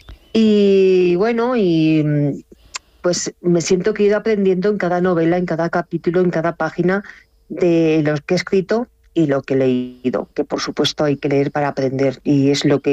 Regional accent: Cuenca province, Castilla-La Mancha, Spain; el Canto del Grajo comenzó en mi pueblo, en mi pueblo lo conozco como la palma de mi mano, en tierras conquenses.

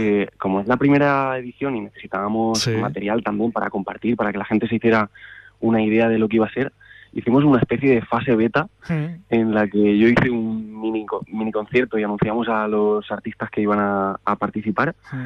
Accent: Liétor, Castilla-La Mancha, Spain; born there; de mi pueblo, de Lietor.

